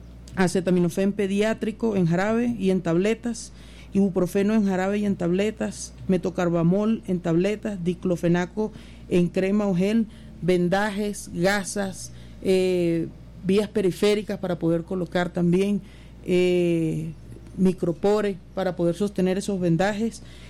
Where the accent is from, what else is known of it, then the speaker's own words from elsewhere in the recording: Venezuela; now in Santa Rosa de Cabal, Colombia; nosotros como comunidad venezolana acá en Santa Rosa de Cabal